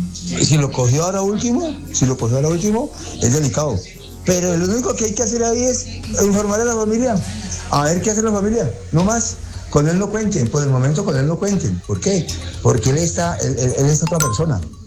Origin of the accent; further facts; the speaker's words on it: Cali, Valle del Cauca, Colombia; de Cali para el mundo